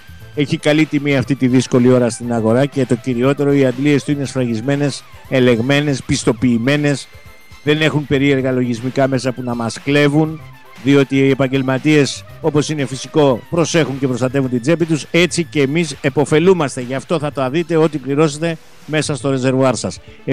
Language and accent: Greek; Western Greece, Greece; Βεβαίως, καλημέρα στην Έτολο Ακαρνανία, την πατρίδα μου.